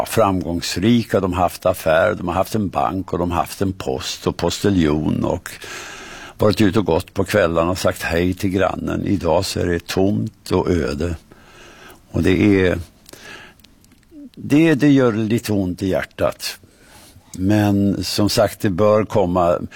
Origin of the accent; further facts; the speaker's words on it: Arbrå, Gävleborg County, Sweden; det är som min hemby Arbro, det är också förfaller, och det snart finns det inte en affär kvar